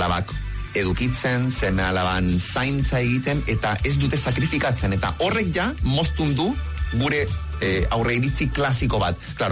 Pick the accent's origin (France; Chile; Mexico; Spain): Chile; ni txiletarra naiz, eta klaro, kulturan artean be, nahiko tradizionala, edo hemendik konparatuta adibidez, tradizionalagoa da Txile